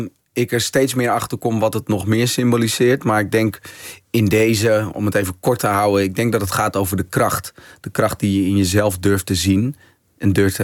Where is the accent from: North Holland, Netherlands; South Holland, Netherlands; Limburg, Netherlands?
North Holland, Netherlands; De Rijp; born there; ja, ja, ik ben geboren in Noordeinde, het Rijp.